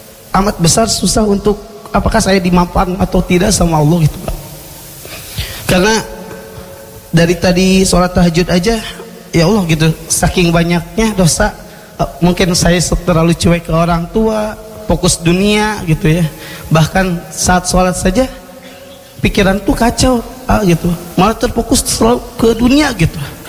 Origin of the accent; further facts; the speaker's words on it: Padalarang, West Java, Indonesia; Saya dari Padalarang.